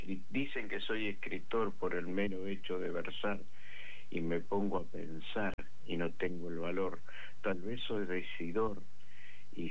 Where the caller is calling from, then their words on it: Paraná, Entre Ríos, Argentina; como decimos acá en Entre Ríos, en Paraná